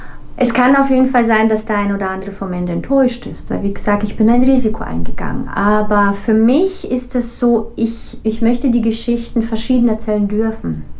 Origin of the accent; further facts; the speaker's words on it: Russia; moved away; Viele wissen nicht, dass ich gebürtige Russin bin.